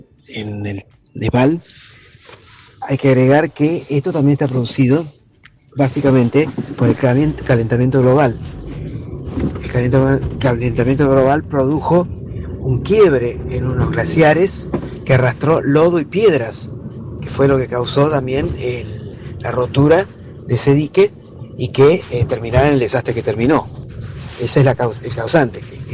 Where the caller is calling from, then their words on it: Neuquén, Argentina; de Neuquén.